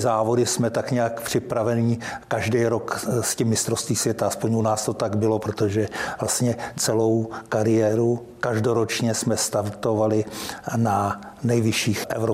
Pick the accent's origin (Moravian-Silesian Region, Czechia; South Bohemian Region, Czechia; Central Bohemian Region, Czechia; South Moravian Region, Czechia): South Bohemian Region, Czechia; Třeboň; also born or lived in České Budějovice; now in Prague, Czechia; Já jsem se narodil v Českých Budějovicích, ale jsem Třeboňák Břeličák.